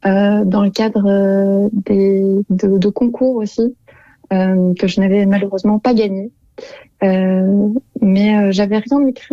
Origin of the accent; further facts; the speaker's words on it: Brussels, Brussels-Capital Region, Belgium; je suis bruxelloise. Scarbécoise plus précisément.